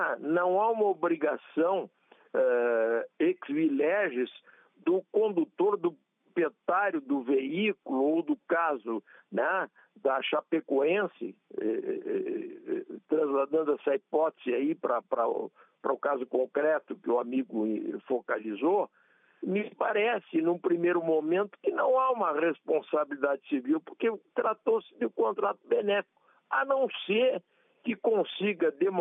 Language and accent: Portuguese; Passo Fundo, Rio Grande do Sul, Brazil; born there; now in Porto Alegre, Brazil; eu estou aqui no Rio Grande do Sul, em Porto Alegre, vamos dizer, convida para viajar aqui no interior, onde eu nasci, na cidade de Passo Fundo